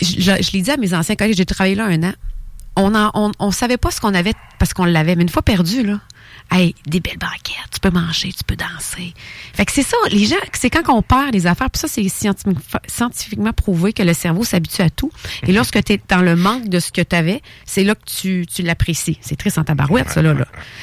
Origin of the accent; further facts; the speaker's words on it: Thetford Mines, Quebec, Canada; moved away as an adult; now in Quebec City, Canada; Moi, je viens de Thetford Mines.